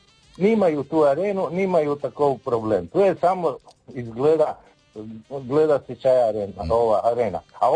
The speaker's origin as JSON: {"language": "Croatian", "town": "Pula", "region": "Istria County", "country": "Croatia", "tie": "born or raised there", "said": "ja sam stari Istrijan i Puležan. Kako dica sam hodija magari oko arene"}